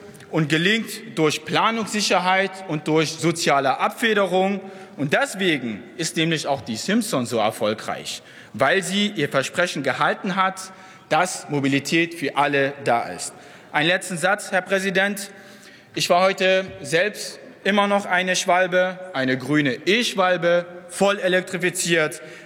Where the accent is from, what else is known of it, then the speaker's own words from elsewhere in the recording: Kürbitz, Saxony, Germany; ich bin Ossi, ich bin Ostdeutscher und ich bin Simson-Fan. Bei mir in der Heimat im Vogtland, im Kürbitz